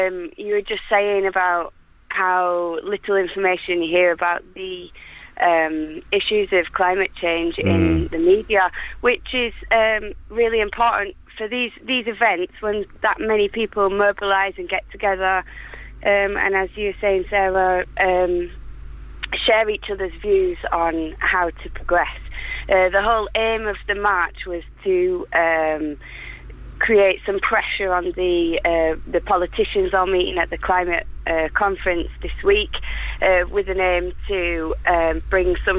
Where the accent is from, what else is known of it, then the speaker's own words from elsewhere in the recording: Yorkshire and the Humber, United Kingdom; It was sideways rain, but I'm from Yorkshire, so we're all totally used to that.